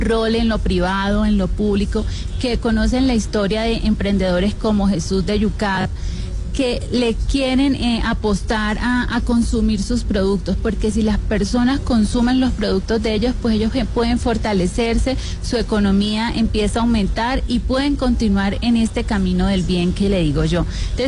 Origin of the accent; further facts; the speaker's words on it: Ocaña, Norte de Santander, Colombia; Bueno, les quiero contar de mi tierra, de Ocaña. Soy de Ocaña, Norte de Santander, orgullosa de esa tierra